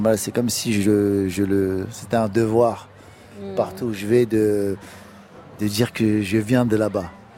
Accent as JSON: {"language": "French", "country": "France", "tie": "born there", "first_language": "Creole", "said": "c'est ma langue maternelle. C'est la langue de ma mère, de mon père, et le français aussi c'est ma langue maternelle parce que je suis né en France."}